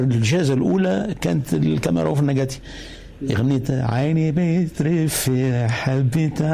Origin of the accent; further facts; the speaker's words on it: Tunisia; moved away; انا تونسي.